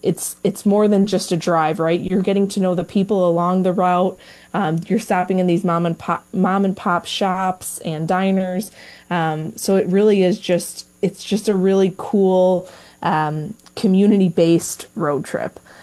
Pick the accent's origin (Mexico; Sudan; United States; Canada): United States; Joliet, Illinois; I grew up in Joliet. I'm from Joliet.